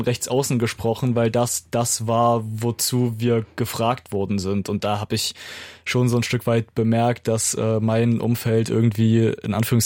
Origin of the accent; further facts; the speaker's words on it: Zwickau, Saxony, Germany; ich als Zwickauer